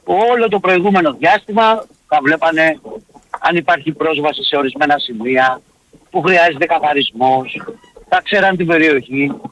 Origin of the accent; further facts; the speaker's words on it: Nea Makri, Attica, Greece; επειδή είμαι από Νέα Μάκρη, θα σου πω για τον Διόνυσο.